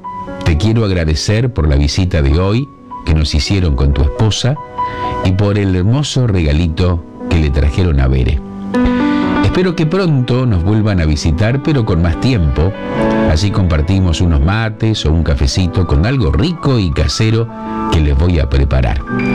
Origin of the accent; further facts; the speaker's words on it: Arequito, Santa Fe, Argentina; nos ven en Villa Eloísa, Los Molinos, Arequito, mi pueblo, Los Nogales